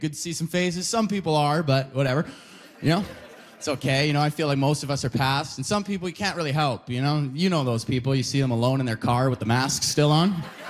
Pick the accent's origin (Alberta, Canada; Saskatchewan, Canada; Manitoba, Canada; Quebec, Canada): Alberta, Canada; I lost 3 friends just because I'm from Alberta